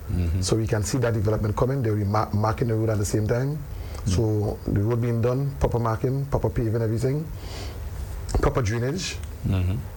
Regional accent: Grenada; growing up in the South

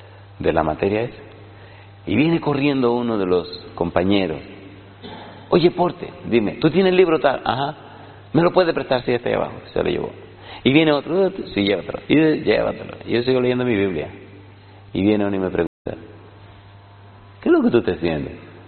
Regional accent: Dominican Republic; moved away

